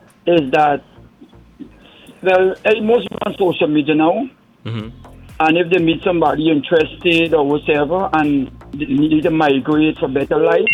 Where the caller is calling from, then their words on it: Essex, East of England, United Kingdom; And I'm calling from Essex.